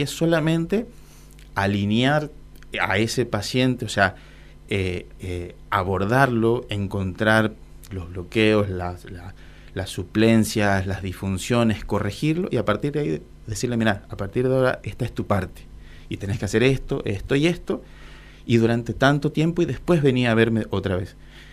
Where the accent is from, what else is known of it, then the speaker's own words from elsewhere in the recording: Corrientes, Argentina; moved away; de donde yo vengo, pues yo soy del interior de Corrientes